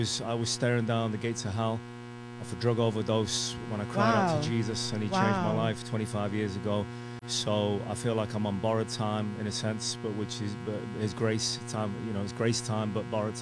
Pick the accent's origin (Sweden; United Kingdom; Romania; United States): United Kingdom; Liverpool, North West England; moved away; I'm from Liverpool, England originally.